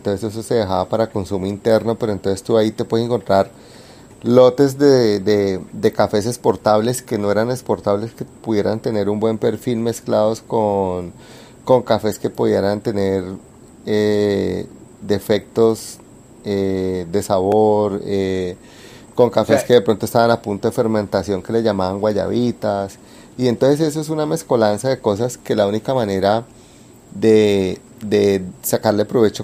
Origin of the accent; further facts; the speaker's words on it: Colombia; nosotros defendemos obviamente porque somos colombianos